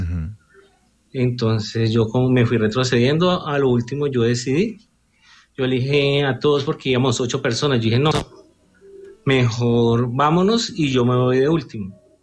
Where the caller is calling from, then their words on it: Ibagué, Tolima, Colombia; Me comunico acá desde Ibagué